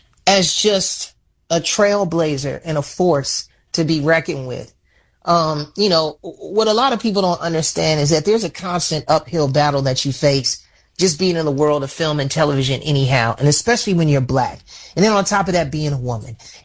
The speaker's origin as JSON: {"language": "English", "town": "Chicago", "region": "Illinois", "country": "United States", "tie": "born or raised there", "said": "particularly my hometown of Chicago."}